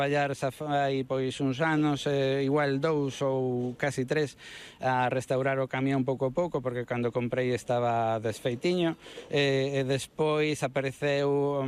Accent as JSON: {"language": "Galician", "region": "Galicia", "country": "Spain", "said": "da identidade galega, das festas, da danza, da música, un pouco o que nos representa nos como galegos."}